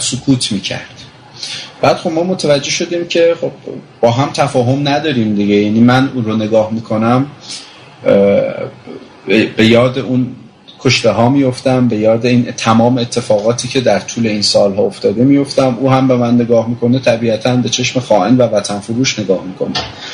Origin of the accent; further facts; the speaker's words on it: Qom, Iran; من گذشته بسیار بسیار بسیار بسیار مذهبی داشتم تا جایی که تو قم بزرگ شدم و فکر میکنم نزدیک 7 سال تو قم طلبه بودم